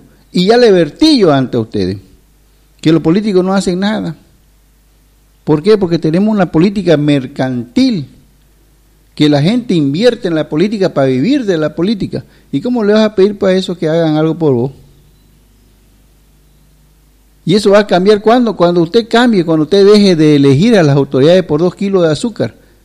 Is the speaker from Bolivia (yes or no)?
yes; Bolivia; somos unos cambas flojos